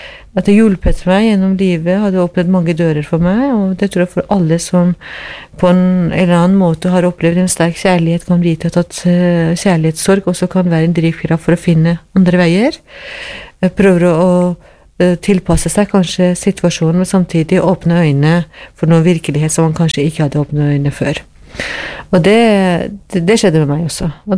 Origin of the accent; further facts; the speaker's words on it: Iran; Norwegian is a second language; now in Norway; og det gjør slik at jeg ikke kan reise til mitt hjemland. Men jeg er muslim, men jeg er gift med katolikk, og etter ekteskapsloven i Iran